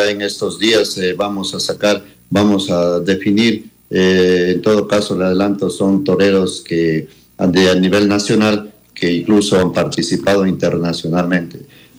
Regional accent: Gonzanamá, Loja, Ecuador; yo estoy muy agradecido con mi pueblo

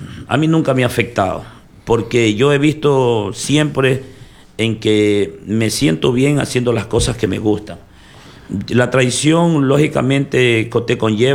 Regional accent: El Guabo, El Oro, Ecuador; Sí, yo soy guabeño de corazón, siempre digo, amo a mi cantón, nacido en mi educación, en mi cantón, me he criado, jamás en la vida he emigrado

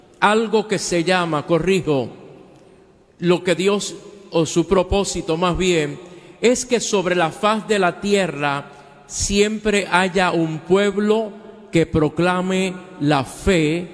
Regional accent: Puerto Rico; born there; Soy puertorriqueño de pura cepa

